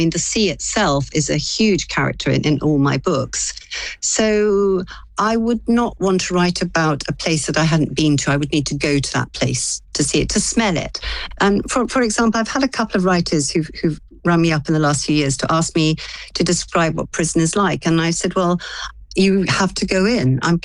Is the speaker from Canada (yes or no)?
no; London, United Kingdom; also born or lived in Buckinghamshire; now in Devon, United Kingdom; Well, I did grow up in London. I grew up in Northwest London. And then I moved out to Buckinghamshire and then I came down to Devon.